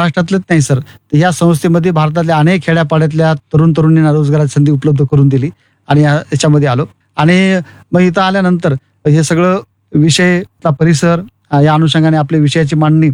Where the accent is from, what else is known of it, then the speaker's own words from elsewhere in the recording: Shendra, Maharashtra, India; मी मूळचा शेंद्रा, जिल्हा परभणी, तालुका परभणी.